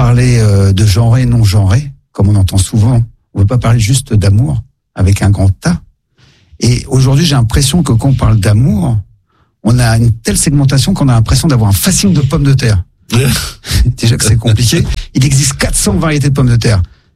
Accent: Iași, Iași County, Romania; moved away

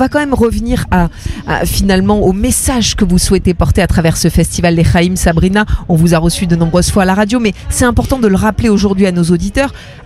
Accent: Marseille, Provence-Alpes-Côte d'Azur, France; Moi, je viens de Marseille.

